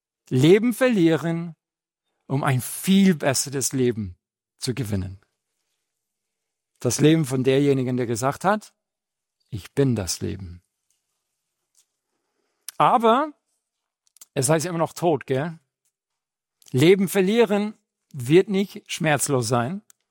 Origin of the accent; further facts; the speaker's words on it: Madrid, Community of Madrid, Spain; German is a second language; also born or lived in Seville / Chicago; now in Fischbach, Germany; Ich bin in Großstadt Madrid aufgewachsen, bin in Sevilla geboren, Madrid aufgewachsen, dann bin ich umgezogen in die Nähe von Chicago und jetzt wohne ich in der nächste große Weltstadt Fischbach.